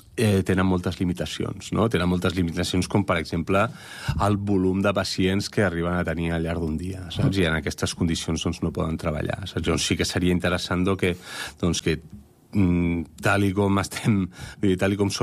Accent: Barcelona, Catalonia, Spain; born there; moved away as an adult; also born or lived in Berlin, Germany; jo que vinc de... o que vaig néixer a Horta i que vaig viure durant molts anys a Gràcia i vaig estar vivint a Berlín durant temps

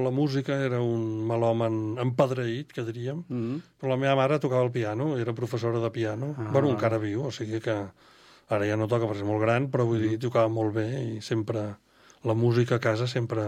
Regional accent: Barcelona, Catalonia, Spain; born there; Vaig néixer a Barcelona i he viscut... Bueno, he viscut a fora per estudis i tal, però sí, soc de Barcelona i visc a Barcelona. Soc dels privilegiats que visc a Barcelona.

